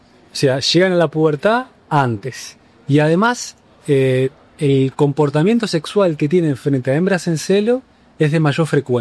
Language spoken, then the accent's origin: Spanish; Uruguay